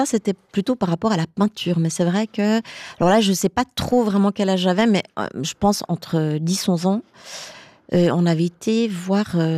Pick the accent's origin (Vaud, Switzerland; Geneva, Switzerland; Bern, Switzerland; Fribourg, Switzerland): Fribourg, Switzerland; also born or lived in Göttingen; je suis tout à fait fribourgeoise. Ma maman est fribourgeoise et j'ai grandi à Fribourg.